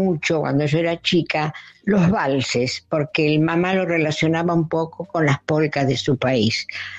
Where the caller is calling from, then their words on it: Tigre, Buenos Aires Province, Argentina; de Tigre.